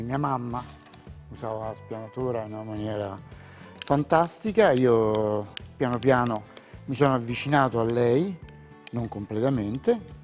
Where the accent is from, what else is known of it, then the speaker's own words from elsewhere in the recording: Rome, Lazio, Italy; Sì, io sono romano